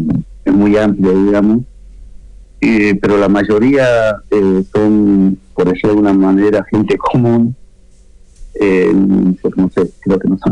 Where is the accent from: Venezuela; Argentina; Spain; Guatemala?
Argentina; Jujuy